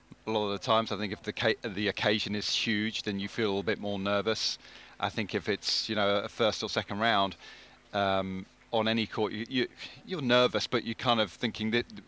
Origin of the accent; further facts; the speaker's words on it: United Kingdom; being a Brit